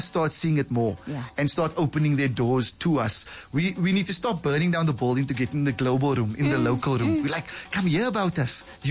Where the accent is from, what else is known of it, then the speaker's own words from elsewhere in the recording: South Africa; as a South African